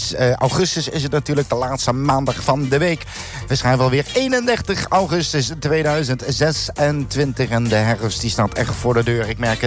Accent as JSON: {"language": "Dutch", "town": "Sittard", "region": "Limburg", "country": "Netherlands", "tie": "born there", "said": "het clubje uit mijn geboortestad, Fortuna"}